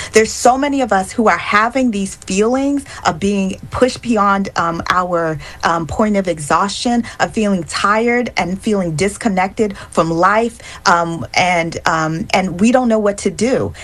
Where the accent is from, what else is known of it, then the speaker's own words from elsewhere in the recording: Nigeria; now in United States; I'm also a Nigerian